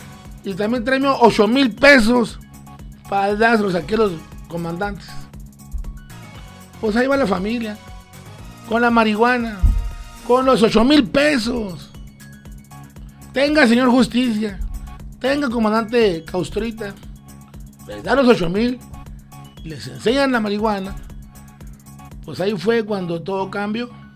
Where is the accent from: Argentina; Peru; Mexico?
Mexico; Soy mexicano.